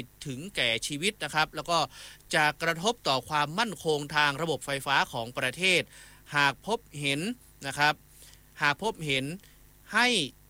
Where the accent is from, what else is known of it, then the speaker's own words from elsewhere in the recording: Nan, Thailand; accent: Nan accent (Northern Thai); now in Chiang Mai, Thailand; อู้เมืองได้อยู่นะอู้เมืองสำเนียงน่านถึงจะมาอยู่เจียงใหม่หลายปีแต่ก็สำเนียงเอี้ยครับ